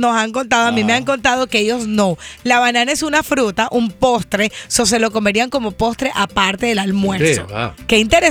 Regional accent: Colombia; yo como colombiana pido permiso.

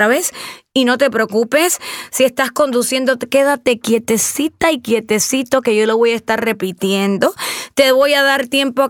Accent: Cuba; Y yo soy cubana, y las poesías de José Martí yo me las recitaba en ese momento

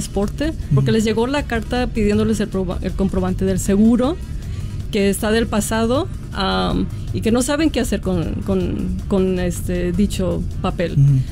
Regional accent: Jalisco, Mexico; now in Aurora, United States; Soy mexicana. Soy de Jalisco

